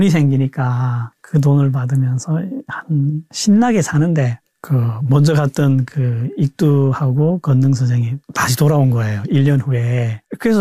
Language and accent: Korean; North Korea; moved away; also born or lived in China; 나 북한에서 주체 철학 시컷 배웠는데